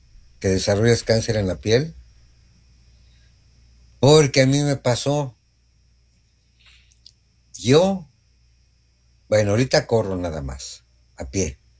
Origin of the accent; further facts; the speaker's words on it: Mexico; yo soy el típico mexicano, que dejo todo para mañana.